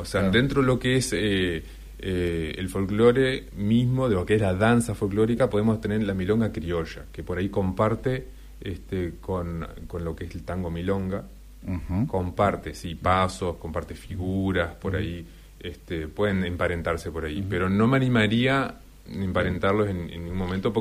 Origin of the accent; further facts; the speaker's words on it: Tacuarembó, Uruguay; venimos allá del lado de Tacuarembó